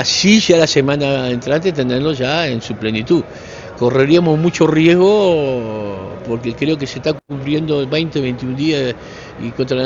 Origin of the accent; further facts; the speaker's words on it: Uruguay; somos todos uruguayos